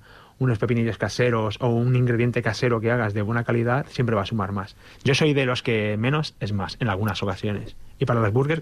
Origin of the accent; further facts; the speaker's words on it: Malpica de Bergantiños, Galicia, Spain; moved away as an adult; also born or lived in Madrid; me vine de Madrid, viví en Madrid, me vine de Madrid para Malpica, para mi pueblo